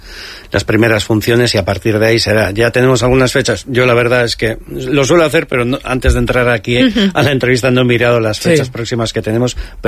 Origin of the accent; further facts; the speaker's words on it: Errenteria, Basque Country, Spain; born there; also born or lived in San Sebastián; Yo nací en el barrio de Gros y tengo mucho vínculo con Donosti, porque al final soy vecino de Rentería, estamos a 15 minutos de Topo